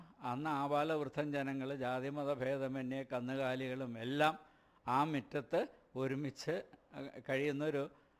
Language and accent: Malayalam; Uliyannoor, Kerala, India; ഞാൻ ഉളിയന്നൂർ സ്വദേശി തന്നെയാണ്.